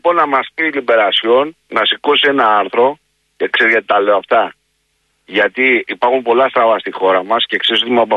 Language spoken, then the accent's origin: Greek; Greece; τη χώρα μου